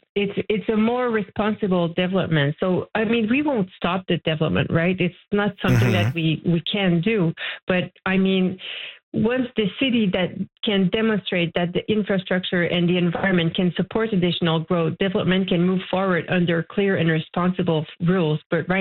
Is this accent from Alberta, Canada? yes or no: no; Mont-Tremblant, Quebec, Canada; I've been born and raised in Mont Tremblant, and I feel so blessed to be born and raised there.